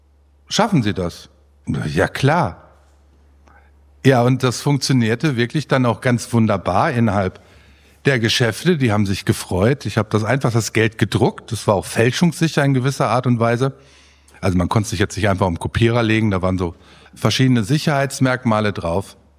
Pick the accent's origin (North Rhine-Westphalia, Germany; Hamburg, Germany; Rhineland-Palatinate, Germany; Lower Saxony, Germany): North Rhine-Westphalia, Germany; Hagen; von 2004 bis 2009 lief das Projekt in Hagen, in meiner Heimatstadt.